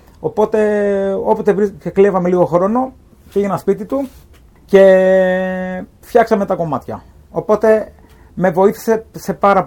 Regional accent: Krokees, Peloponnese, Greece; καθόμουν στο αγαπημένο μου μέρος στο χωριό μου που είναι οι Κροκές Λακωνίας, στο μαγαζί του Γιάννη του Κατσέτου, εκεί στο καφενείο του χωριού.

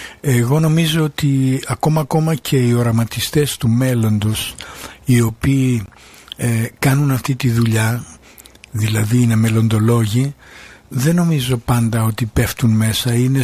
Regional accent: Piraeus, Attica, Greece; Γεννήθηκα και μεγάλωσα στην Αγία Σοφιά, στον Πειραιά. Ο πατέρας μου ήταν πρόσφυγας από τη Μικρά Ασία.

